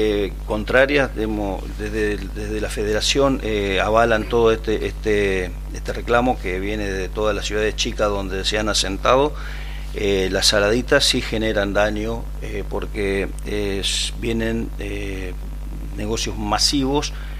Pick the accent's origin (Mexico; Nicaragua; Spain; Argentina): Argentina; nosotros los argentinos o los locales, los propios